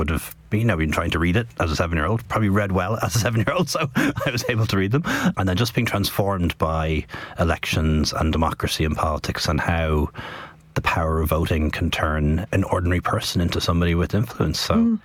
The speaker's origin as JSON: {"language": "English", "town": "Dublin", "region": "Leinster", "country": "Ireland", "tie": "born or raised there"}